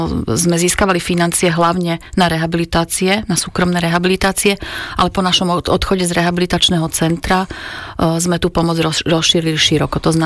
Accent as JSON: {"language": "Slovak", "town": "Bratislava", "region": "Bratislava Region", "country": "Slovakia", "said": "Áno, pochádzam z Bratislavy a som vyslovene mestský typ."}